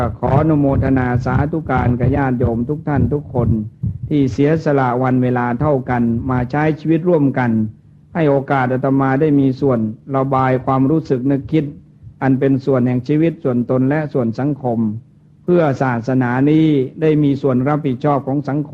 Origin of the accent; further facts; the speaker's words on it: Isan, Thailand; ยังเป็นเอกลักษณ์ลูกอีสานอยู่ลูกชาวนาชาวไร่